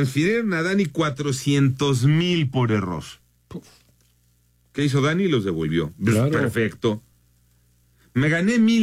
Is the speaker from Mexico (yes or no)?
yes; Naucalpan, State of Mexico, Mexico; de Naucalpan, ahí en mi tierra.